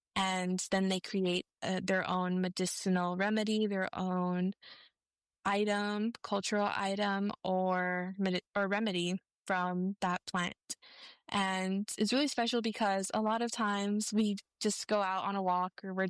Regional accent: Tucson, Arizona, United States

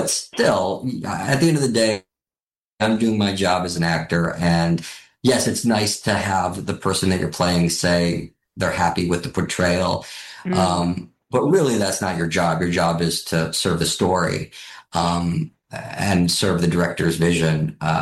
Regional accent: Cleveland, Ohio, United States; In fact, it's a world that I came from. I grew up in the Rust Belt in Cleveland. So, you know, I grew up at a time where the auto industry was running away

